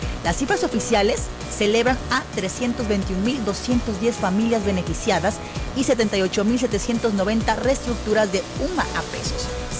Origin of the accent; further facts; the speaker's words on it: Mexico; como mexicanos nos enojemos porque subestiman nuestra capacidad de entendimiento.